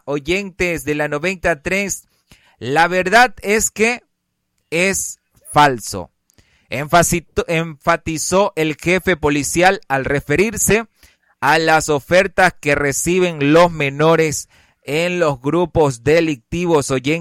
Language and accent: Spanish; Ecuador